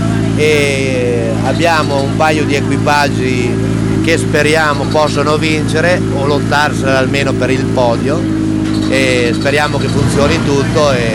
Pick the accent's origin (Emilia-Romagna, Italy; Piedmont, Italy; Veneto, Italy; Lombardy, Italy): Lombardy, Italy; Voghera; io sono di Voghera, della provincia di Pavia